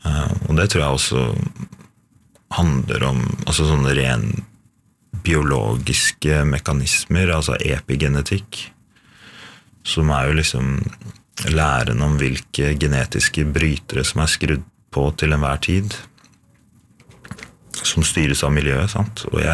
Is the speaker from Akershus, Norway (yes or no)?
yes; Skedsmokorset, Akershus, Norway; jeg er fra Skedsmokorset, men familien er fra Finnskogen, ja.